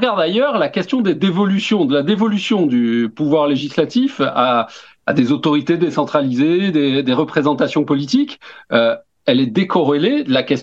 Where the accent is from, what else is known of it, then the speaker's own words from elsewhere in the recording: Corsica, France; moi, je pense que comme la majorité des Corses, ben, je suis Corse et français. Je suis pas et Corse ou français.